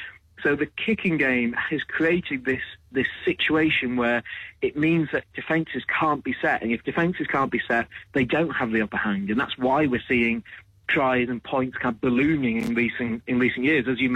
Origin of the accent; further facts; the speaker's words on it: Wales, United Kingdom; As a Welshman myself, these are two games I pay particular attention to.